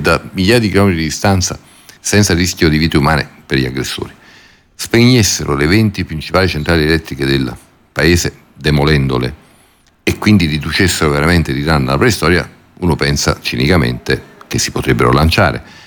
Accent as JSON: {"language": "Italian", "town": "Naples", "region": "Campania", "country": "Italy", "said": "io sono napoletano"}